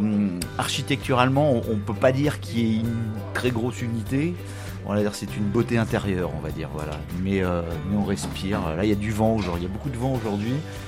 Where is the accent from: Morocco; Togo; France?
France; Brest, Brittany; also born or lived in Quimper; Ouais, bah, je suis né à Brest, ouais, j'ai passé mon enfance à Brest, après j'ai un peu bougé, voilà, plus Gastel, Quimper, puis je suis revenu à Brest pour mes études